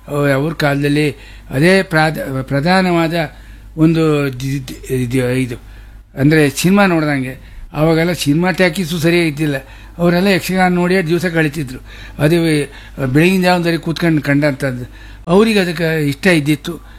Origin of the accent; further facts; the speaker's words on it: Kundapura, Karnataka, India; moved away; ಈ ನೆಲ ನಮ್ಮ ಹುಟ್ಟೂರು ಕುಂದಾಪುರ.